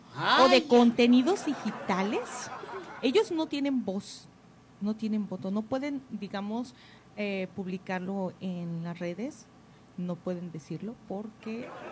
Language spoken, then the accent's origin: Spanish; Mexico; Porque somos mexicanos.